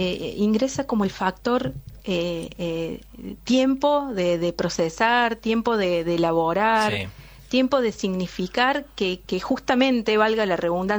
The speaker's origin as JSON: {"language": "Spanish", "country": "Argentina", "said": "nos une como argentinos"}